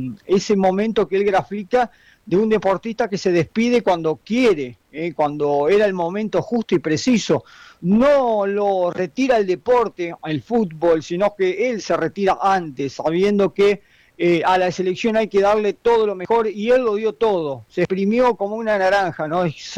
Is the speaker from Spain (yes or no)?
no; Argentina